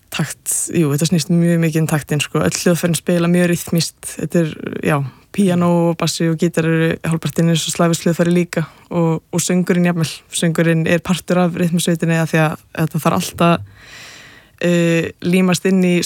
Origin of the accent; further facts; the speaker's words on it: Capital Region, Iceland; Nei, ég er ættu að vestan ég úlst upp bara bara á höfbrukarsveðinu sko.